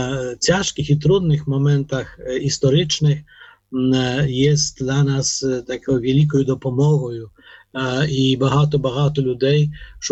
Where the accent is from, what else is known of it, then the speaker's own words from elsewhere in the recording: Poland; Ja jako Polak, prawda?